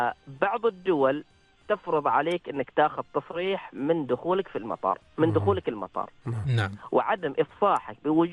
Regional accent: Oman; وكنت بالزي العماني طبعا لابس، يقول لي أنت من أي بلد؟ طبعا يتحدث معي باللغة الإنجليزية، فأنا ذكرت لأنه أنا من سلطنة عمان

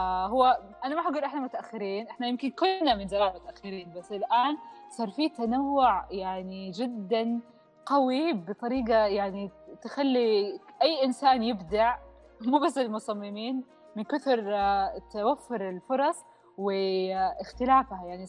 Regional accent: Saudi Arabia; عندنا في السعودية

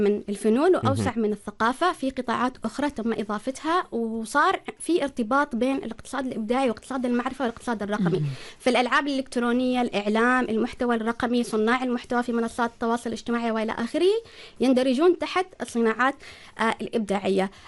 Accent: Oman; عندنا في سلطنة عمان

